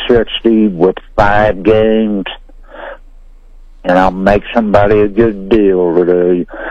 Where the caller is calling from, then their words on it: Marshall, Missouri, United States; Yeah, I live in Marshall.